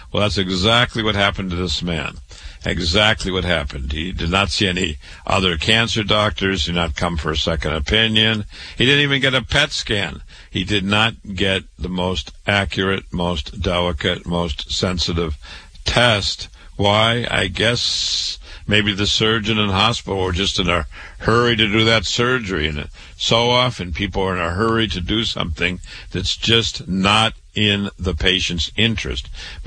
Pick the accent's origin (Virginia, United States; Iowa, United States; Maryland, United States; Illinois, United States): Iowa, United States; Waterloo; born or raised there